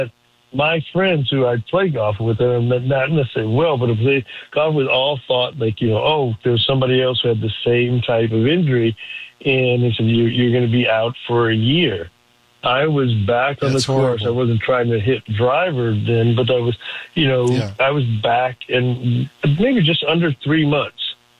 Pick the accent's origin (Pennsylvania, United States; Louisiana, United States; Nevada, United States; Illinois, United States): Illinois, United States; Chicago; I think now from my hometown, I know Chicago.